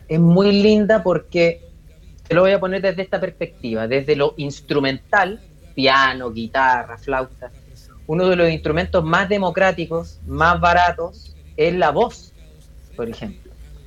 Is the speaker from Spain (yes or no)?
no; Chile; como muchos chilenos y chilenas.